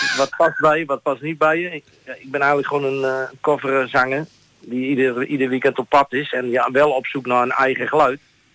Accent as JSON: {"language": "Dutch", "town": "Maarssen", "region": "Utrecht", "country": "Netherlands", "said": "Nou ja, ik ben 57 lentes jong. Ik kom uit Maarsen, dat is onder de rook van Utrecht."}